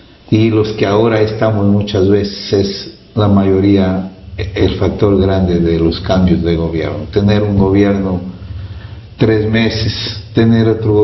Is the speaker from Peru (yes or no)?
yes; Jorobamba, Amazonas, Peru; Yo he sido alcalde en mi pueblo de Jorobamba